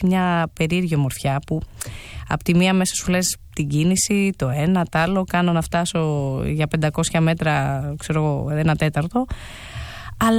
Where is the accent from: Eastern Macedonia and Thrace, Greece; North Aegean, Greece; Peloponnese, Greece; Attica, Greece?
Attica, Greece; Παρόλο που και εγώ δεν μεγάλωσα στην Αθήνα, είμαι σχετικά κοντά στο Καπανδρίτη που είναι 40 χιλιόμετρα από εδώ